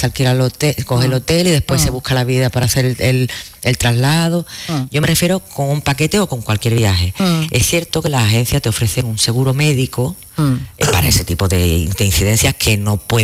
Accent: Spain; nosotros tenemos como españoles

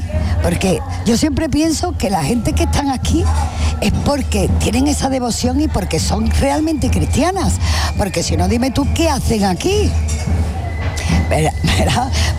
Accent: Seville, Andalusia, Spain; Nosotros somos de Sevilla. Y fíjate el vínculo tan inmenso.

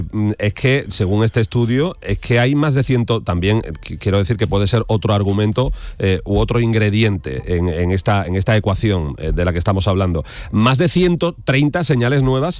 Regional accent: Jerez de la Frontera, Andalusia, Spain; la Asociación Provincial de Autoescuelas de Jerez, de mi tierra.

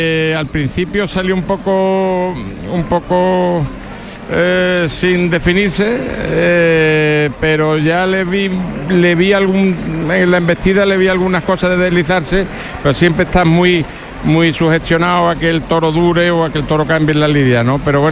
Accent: El Rocío, Andalusia, Spain; soy muy devoto de la Virgen del Rocío, vengo de allí y algo habrá puesto.

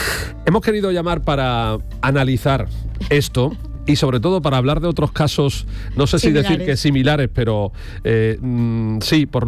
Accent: Jerez, Andalusia, Spain; especialmente el vinagre de Jerez, que es un yo tengo que presumir del de mi tierra, ¿eh?

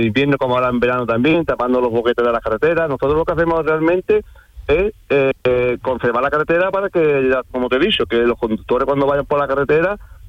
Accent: Medina Sidonia, Andalusia, Spain; yo estoy ahora mismo en Medina Sidonia, que es mi pueblo, un pueblo de Cádiz, un pueblo súper bonito y muy típico

